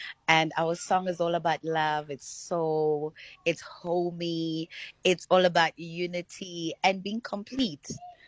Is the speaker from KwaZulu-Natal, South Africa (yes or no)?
no; Pretoria, Gauteng, South Africa; I grew up in Pretoria.